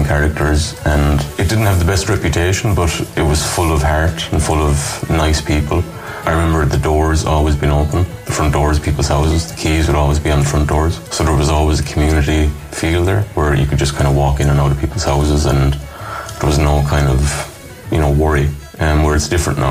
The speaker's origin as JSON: {"language": "English", "town": "Kilrush", "region": "County Clare", "country": "Ireland", "tie": "born or raised there", "said": "Horse fairs are probably one of the more prominent memories of Kilrush, you know, when I was younger. Hanging out with my friends, running around the woods. I had a good group of friends when I was growing up, and I lived basically here in the estate as well."}